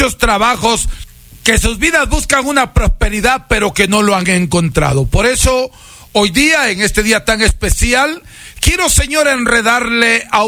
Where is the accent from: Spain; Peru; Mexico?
Peru; soy maestro curador peruano, soy chamán de los de verdad.